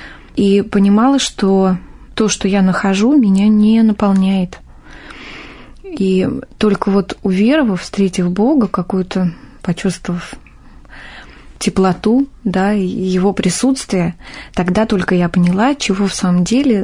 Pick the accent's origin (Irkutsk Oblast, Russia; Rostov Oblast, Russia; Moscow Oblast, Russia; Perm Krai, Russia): Moscow Oblast, Russia; Ivanteyevka; moved away as an adult; also born or lived in Pereslavl-Zalessky; now in Moscow, Russia; Я родилась в городе Переславль-Залесский. Потом родители переехали в город Ивантеевка, Подмосковье. И там я росла и жила, пока не вышла замуж. А выйдя замуж, я переехала жить в Москву.